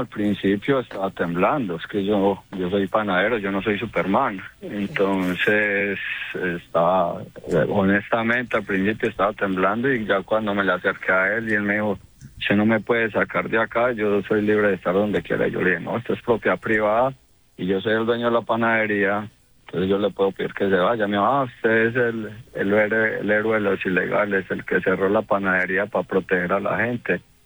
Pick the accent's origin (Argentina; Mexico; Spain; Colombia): Colombia; Antioquia; somos de sangre paisa, sangre de arrieros.